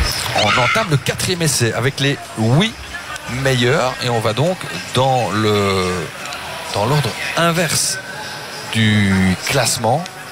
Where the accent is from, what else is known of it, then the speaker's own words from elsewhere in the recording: Belgium; chez nous en Belgique